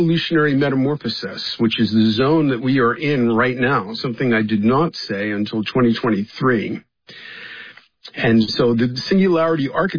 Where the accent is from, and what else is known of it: Bronx, New York, United States; born or raised there